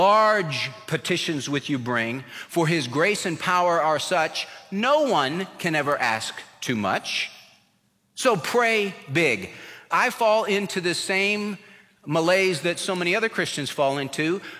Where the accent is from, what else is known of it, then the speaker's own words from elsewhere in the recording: California, United States; we had a pool in my backyard growing up in California.